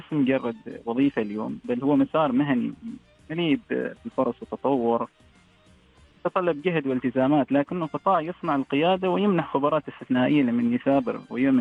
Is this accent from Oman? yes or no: yes; Oman; ونحن كعمانيين